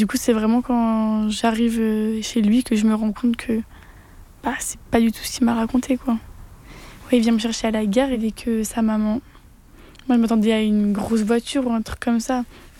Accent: Troyes, Grand Est, France; j'ai 18 ans, je viens de Troyes.

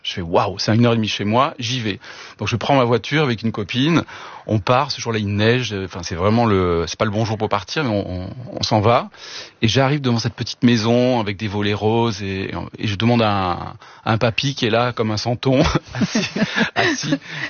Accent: Bordeaux, Nouvelle-Aquitaine, France; parce que je venais d'une famille de Bordeaux où il y avait personne dans la musique.

